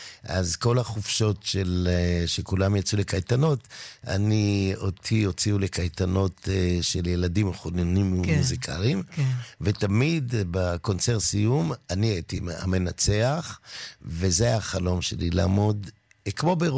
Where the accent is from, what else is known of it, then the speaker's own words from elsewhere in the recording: Givatayim, Tel Aviv District, Israel; אני גדלתי עם ראש אחר לחלוטין, ואהבתי את הכרם, איפה שהסבתא שלי והבני דודים שלי, וכמובן גבעתיים, שהייתה העיר מדהימה לגדול בה.